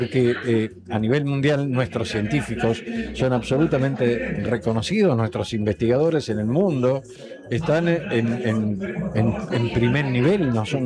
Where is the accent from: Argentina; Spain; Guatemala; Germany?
Argentina; no nos puede pasar mejor cosa que ser argentino.